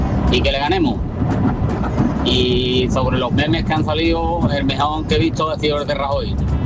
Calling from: El Viso del Alcor, Andalusia, Spain; del Viso del Arco.

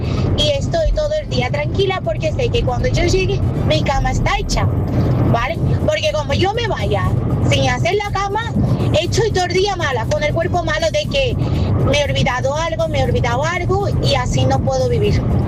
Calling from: Seville, Andalusia, Spain; Buenos días … de Sevilla.

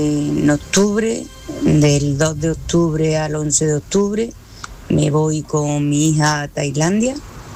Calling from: Germany; Tú sabes que yo vivo en Alemania.

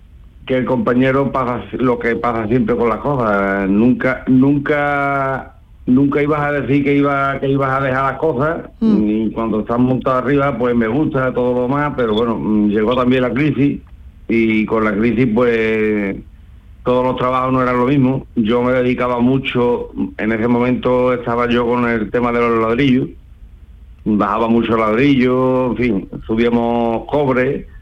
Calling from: Villalba del Alcor, Andalusia, Spain; Yo soy de Villalba del Arcó.

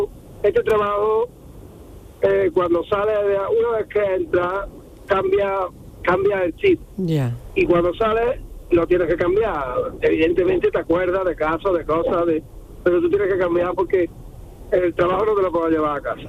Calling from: Montoro, Andalusia, Spain; yo vivo en Montoro, a media hora de Córdoba, porque está en Córdoba

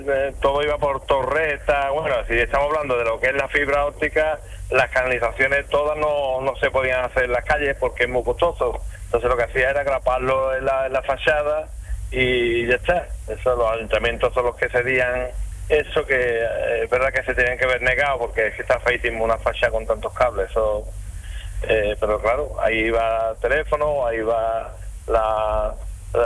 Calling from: Chiclana de la Frontera, Andalusia, Spain; en Chiclana de la Frontera, Cádiz.

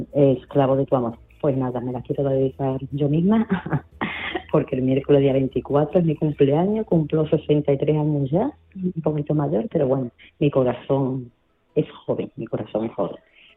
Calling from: Seville, Andalusia, Spain; de Sevilla

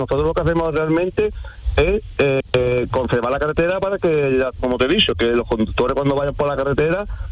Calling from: Medina-Sidonia, Andalusia, Spain; yo estoy ahora mismo en Medina Sidonia, que es mi pueblo, un ¿qué? Pueblo de Cádiz, un pueblo súper bonito.

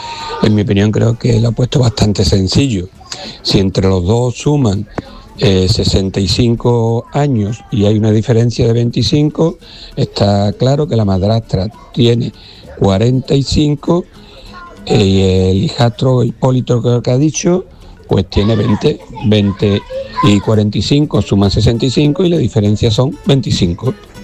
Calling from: Seville, Andalusia, Spain; Buenas tardes … de Sevilla

